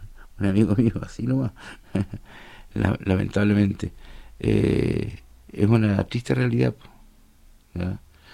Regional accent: Chile; darle una vuelta como chilenos.

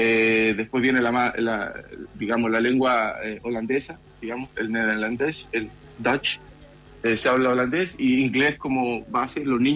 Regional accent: Rancagua, O'Higgins, Chile; yo soy de Rancagua y estudié en Santiago.

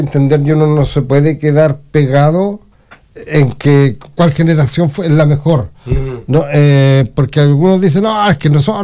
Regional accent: Chile; nosotros como chilenos tenemos un desarrollo

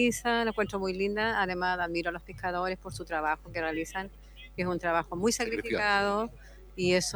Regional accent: Pichilemu, O'Higgins, Chile; born or raised there

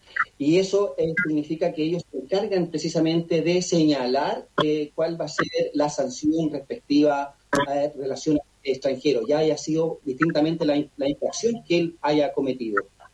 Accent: Chile

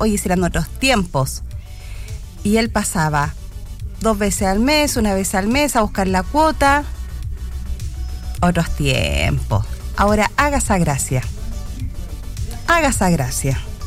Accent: Santiago, Santiago Metropolitan Region, Chile; cuando era niña y vivía en Santiago

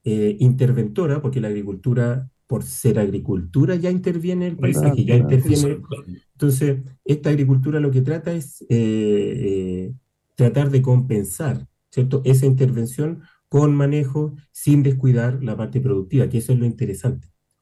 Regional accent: Santiago, Santiago Metropolitan Region, Chile; Yo soy de Santiago.

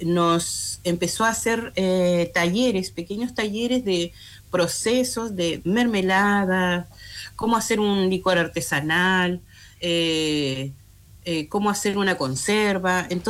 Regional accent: Puerto Gaviota, Aysén, Chile; moved away as an adult; now in Puerto Cisne, Chile; yo me crecí en Puerto Gaviota. Vine cuando tenía 19 años, perdón, acá a Puerto Cisne.

